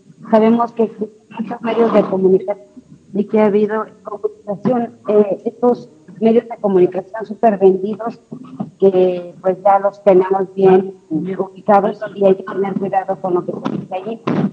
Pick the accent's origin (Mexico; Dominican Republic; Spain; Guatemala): Mexico